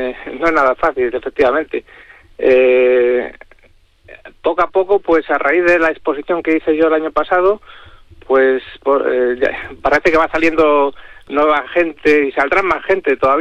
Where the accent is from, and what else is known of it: Aldea Real, Castile and León, Spain